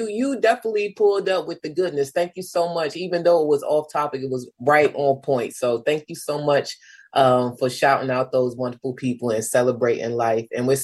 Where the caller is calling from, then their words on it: Washington, District of Columbia, United States; just calling from DC.